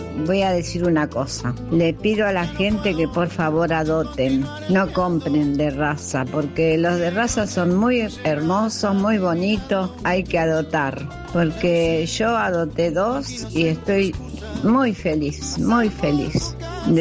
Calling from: Buenos Aires, Argentina; de Saavedra

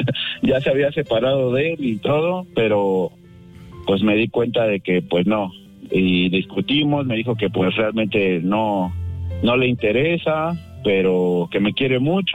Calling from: Mexico City, Mexico; Hablo de la Ciudad de México. Bueno, ahorita andamos acá por Halostrop.

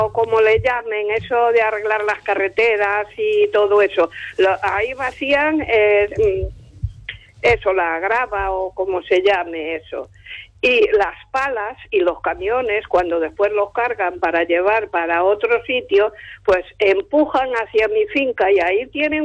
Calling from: O Pereiro de Aguiar, Galicia, Spain; Buenos días, mira, te llamo desde Cortiñas, desde o Pereiro da Guiar.

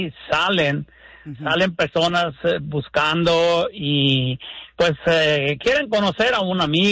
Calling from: Anaheim, California, United States; Vivo en Anaheim

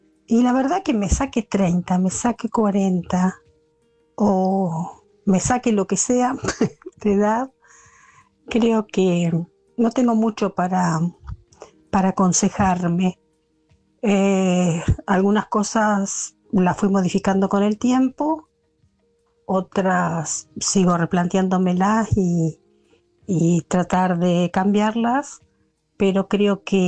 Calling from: Santa Rosa, La Pampa, Argentina; de Santa Rosa, La Pampa.

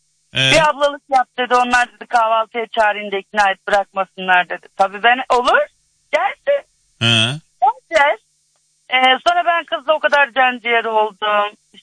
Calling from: Ankara, Turkey; Ankara Dikmen.

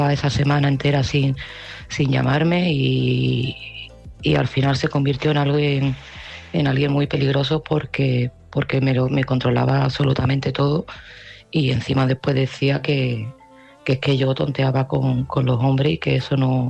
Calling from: Seville, Andalusia, Spain; de Sevilla y este mensaje va para Sandra.

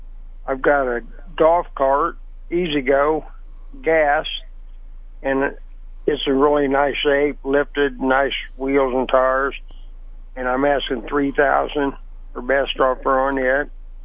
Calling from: Waverly, Missouri, United States; Yes. I'm calling from Waverly, Missouri.

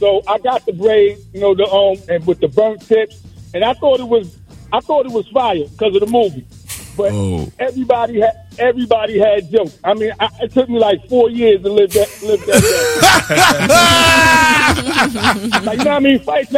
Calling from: New York City, New York, United States; How you doing, man? … I'm calling from Jamaica, Queens.

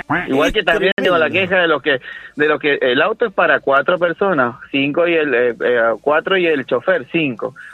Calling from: Carrodilla, Mendoza, Argentina; yo soy de Carrodilla

